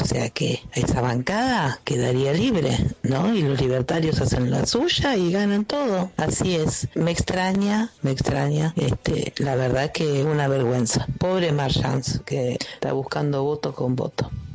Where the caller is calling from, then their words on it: Buenos Aires, Argentina; acá te habla … de Villa del Parque.